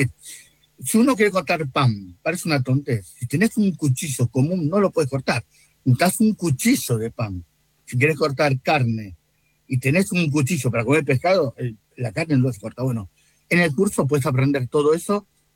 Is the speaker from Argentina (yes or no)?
yes; Argentina; born there; also born or lived in Japan; yo soy nacida argentina, yo tuve la oportunidad en la vida en elegir dónde vivir en los 80, cuando Argentina estaba en una gran crisis en la época del Plan Austral